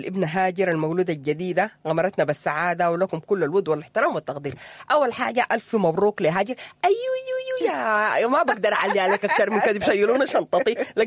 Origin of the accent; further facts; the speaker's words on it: Sudan; واقعنا نحن كسودانيين